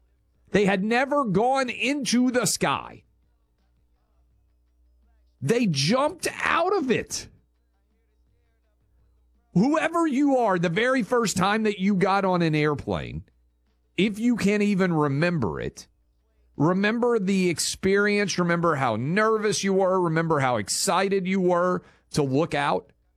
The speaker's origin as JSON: {"language": "English", "region": "Tennessee", "country": "United States", "said": "Shiloh, in my home state of Tennessee."}